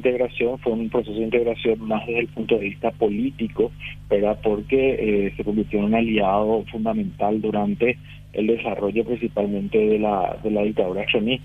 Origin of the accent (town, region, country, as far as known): Paraguay